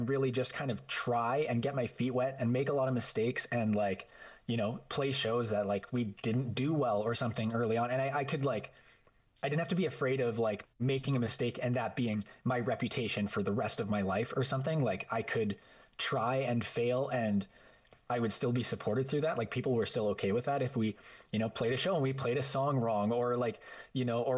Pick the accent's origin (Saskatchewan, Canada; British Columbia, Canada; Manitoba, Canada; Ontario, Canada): British Columbia, Canada; Prince George; I'm not shy of telling people here that we're from Prince George